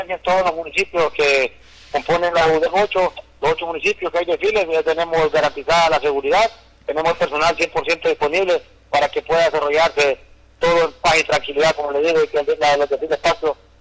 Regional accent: Honduras; somos hondureños y sentimos el fervor patriótico

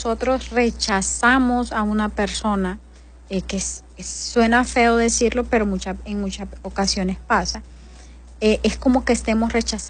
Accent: Honduras; nosotros como hondureños, como sociedad, tenemos que ser agradecidos.

